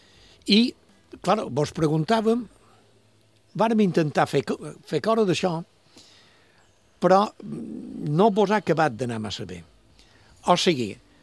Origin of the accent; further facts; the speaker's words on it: Vilafranca de Bonany, Balearic Islands, Spain; Jo som de Vilafranca i vaig anar...